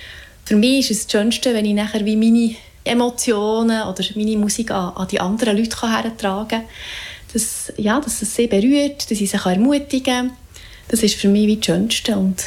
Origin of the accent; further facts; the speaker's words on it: Zollikofen, Bern, Switzerland; Genau. Ich bin ein Berner Mädchen, weil ich bin ganz in der Nähe von Bern aufgewachsen, nämlich in Zollikofen.